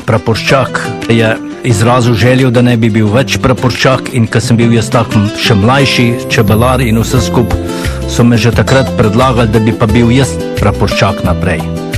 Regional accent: Gruča, Southeast Slovenia, Slovenia; Naj se predstavim … iz Gruče, čebelar že kar lep čas.

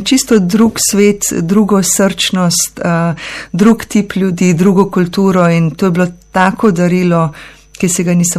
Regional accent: Lesce, Upper Carniola, Slovenia; also born or lived in Moscow; Jaz sem se rodila z hribi v srcu, ker sem Gorenjka tam pod stolom doma.

